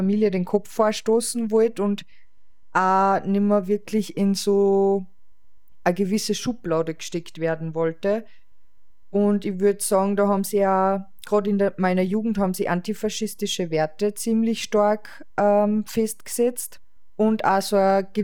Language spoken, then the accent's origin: German; Austria